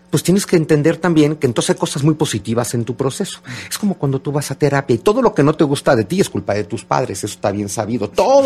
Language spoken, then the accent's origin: Spanish; Mexico; todos los que vivimos hoy en México, todos los que hoy somos mexicanos, somos producto de este proceso histórico.